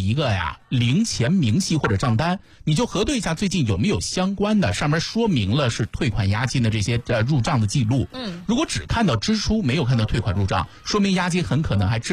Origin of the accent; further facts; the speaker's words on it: Xuzhou, Jiangsu, China; 特别是对于我们徐州人来说，大家都知道爱吃，对不对？